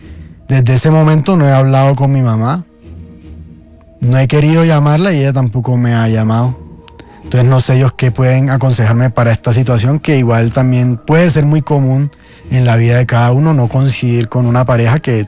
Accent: Cartagena, Bolívar, Colombia; Yo soy de Cartagena.

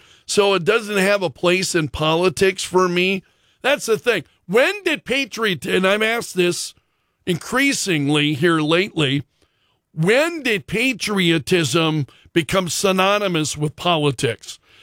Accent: Sioux Falls, South Dakota, United States; born there; I was at the old Hayward Elementary School in Sioux Falls during America's bicentennial.

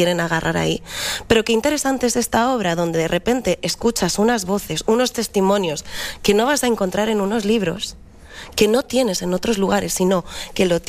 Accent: Spain; also born or lived in Philippines; Yo sí me considero española y me considero filipina. Entonces, para mí, yo soy capaz de posicionarme en las dos posturas.

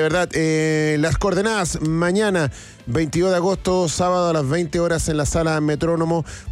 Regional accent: Chile

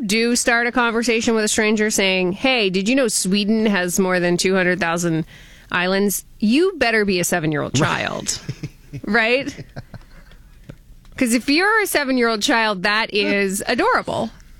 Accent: Canada; we love being Canadian

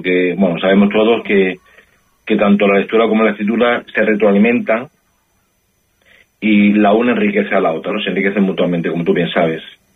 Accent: Ceuta, Spain; los que somos de Ceuta

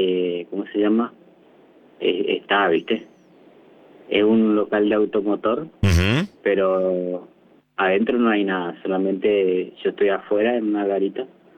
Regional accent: Formosa, Argentina; Y yo soy bien orgulloso de ser de acá.

